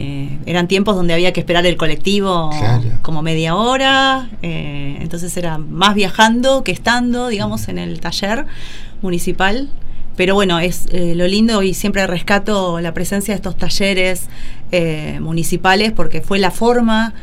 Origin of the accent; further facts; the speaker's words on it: Merlo, Buenos Aires Province, Argentina; Claro, yo soy nacida y criada de Merlo.